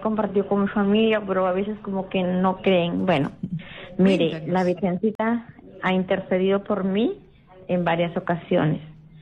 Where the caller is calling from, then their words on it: Piura, Peru; De Piura, sí, llamé más antes para mi salud también.